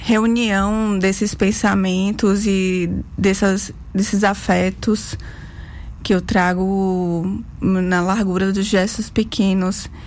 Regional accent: Jacobina, Bahia, Brazil; born there; now in Salvador, Brazil; a cidade onde eu nasci, Jacobina, e a cidade que eu moro e que há muitos anos me acolhe, que é Salvador.

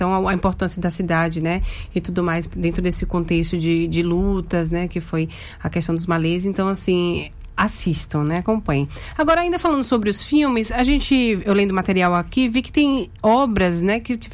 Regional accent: Cachoeira, Bahia, Brazil; eu sou de Cachoeira

